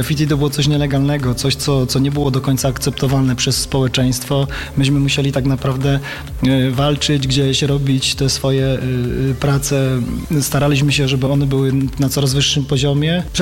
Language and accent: Polish; Beskids, Poland; u mnie ta kultura hip-hop zespoiła się z naszą kulturą beskidzką bardzo mocno. Ja jako dzieciak tańczyłem w zespole regionalnym i przy tym wszystkim, co mówiliśmy, co się działo w latach 90. na polskich osiedlach i tutaj u nas też na południu Polski.